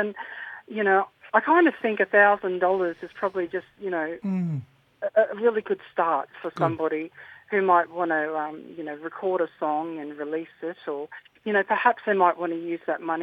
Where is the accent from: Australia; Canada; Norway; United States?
Australia; Chillagoe, Queensland; now in Mareeba, Australia; I could have, because I'm originally from Chiligo, but Mareeba's my